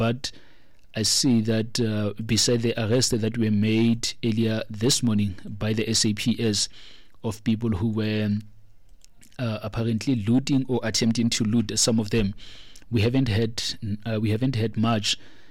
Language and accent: English; South Africa